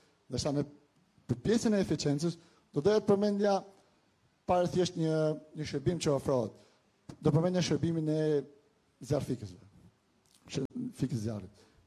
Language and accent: Albanian; Fushë-Arrëz, Shkodër County, Albania; jam nga Fusharzi.